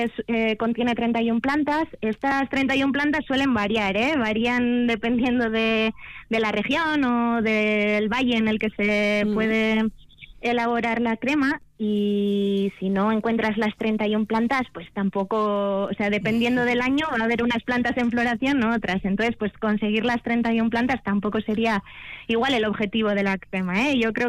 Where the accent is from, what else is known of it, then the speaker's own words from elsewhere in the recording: Vitoria-Gasteiz, Basque Country, Spain; Yo soy de Gasteiz, pero bueno, llevo ya años viviendo en Araya